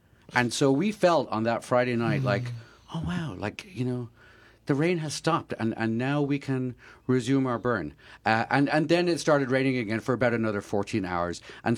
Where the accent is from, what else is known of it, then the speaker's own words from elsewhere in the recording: Ireland; I'm Irish.